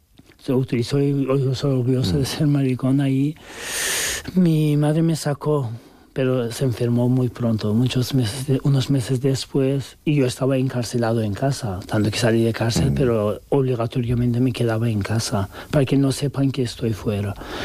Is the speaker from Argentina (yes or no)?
no; Turkey; Spanish is a second language; now in Spain; soy turco y podía pasar más fácil que los otros muchos